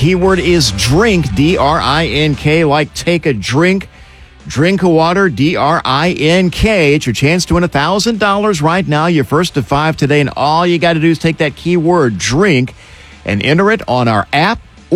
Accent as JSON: {"language": "English", "region": "Tennessee", "country": "United States", "tie": "born or raised there", "said": "I grew up in Tennessee myself."}